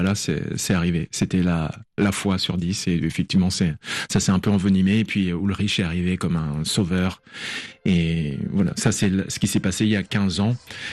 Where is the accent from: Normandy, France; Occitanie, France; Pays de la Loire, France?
Normandy, France; Caen; Je suis né à Caen, ouais.